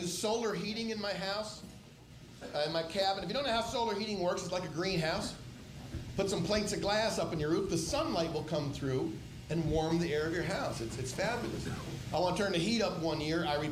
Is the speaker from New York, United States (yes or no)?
yes; New York, United States; So I told you folks I'm a New Yorker.